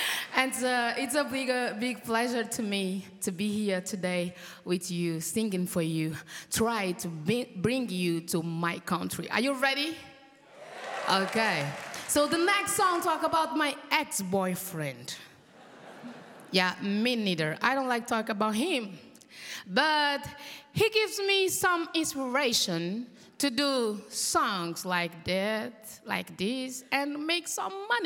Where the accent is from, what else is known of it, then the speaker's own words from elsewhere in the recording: Cape Verde; English is a second language; I am from Cabo Verde.